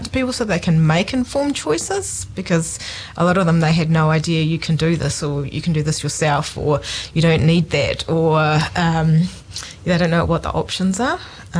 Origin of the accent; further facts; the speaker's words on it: Doubtless Bay, Northland, New Zealand; moved away as an adult; also born or lived in Kaitaia / Auckland; now in Taranaki, New Zealand; my family are originally from down here, but they moved away and I was born in Kaitaia grew up in Doubtless Bay in Northland.